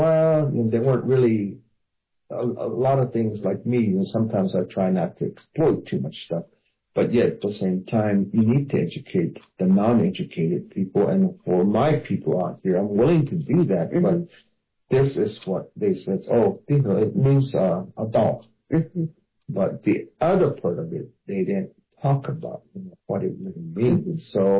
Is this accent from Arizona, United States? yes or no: yes; Arizona, United States; first language Hopi; I've always spoken Hopi as my first language. It's never been English.